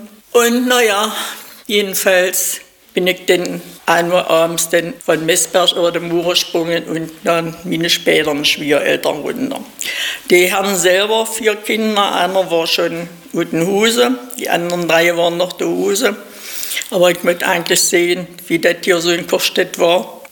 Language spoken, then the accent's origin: German; Seehausen, Saxony-Anhalt, Germany; Ich stamme hier aus Seehausen, Kreis Wensleben. Naja, dann bin ich dann also hier in Kochstedt gelandet. Aber ich bin eine Bauernfamilie